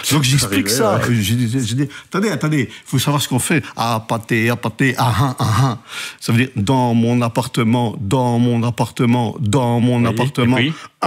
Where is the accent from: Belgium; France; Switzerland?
Belgium; Charleroi, Wallonia; accent: Carolo, Belgian accent; Mon accent du centre.